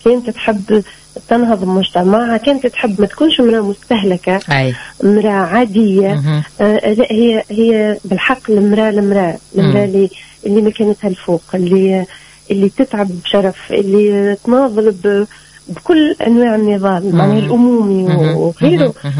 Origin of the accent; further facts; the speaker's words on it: Tunisia; accent: Tunisian; إحنا لهجتنا جميلة